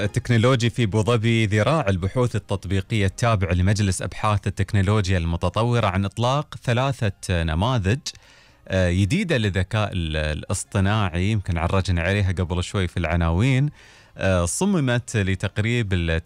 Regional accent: United Arab Emirates; accent: Emirati; لما نتكلم بلهجتنا الإماراتية

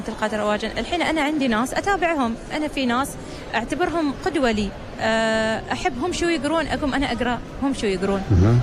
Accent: United Arab Emirates; أنا كوني إماراتية

